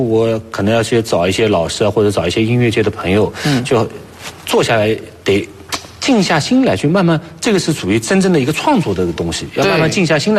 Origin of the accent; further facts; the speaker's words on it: Hangzhou, Zhejiang, China; 我的一个先天优势就是我是杭州人，那杭州人他这个五零调他又就是得说杭州话，那这个首先我方言这一关我没有问题